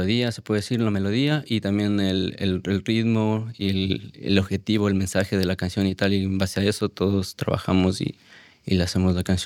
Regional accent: Quito, Pichincha, Ecuador; yo es como soy de Quito, Ecuador, allá hay mucha gente que decía

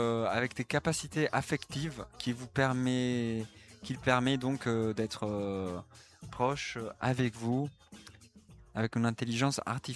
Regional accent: France

